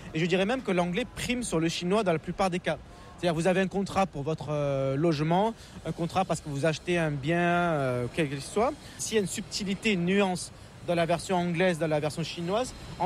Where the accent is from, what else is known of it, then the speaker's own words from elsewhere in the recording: Marseille, Provence-Alpes-Côte d'Azur, France; accent: Marseille; Je suis né, j'ai grandi à Marseille, et j'ai toujours gardé, a priori, une petite touche d'arsenal marseillais.